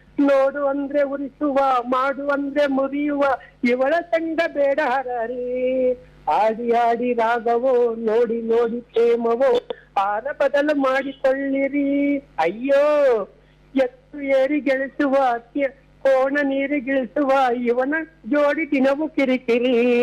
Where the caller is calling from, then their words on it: Bengaluru, Karnataka, India; ಬೆಂಗಳೂರಿನಿಂದ